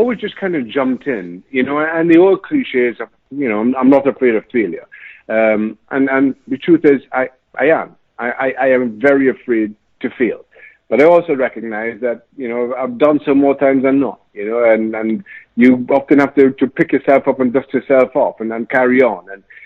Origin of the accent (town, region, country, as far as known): Diego Martin, Trinidad & Tobago; born or raised there